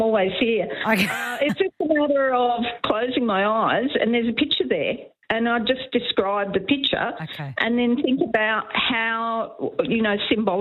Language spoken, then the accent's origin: English; Sydney, New South Wales, Australia; When I was growing up in Sydney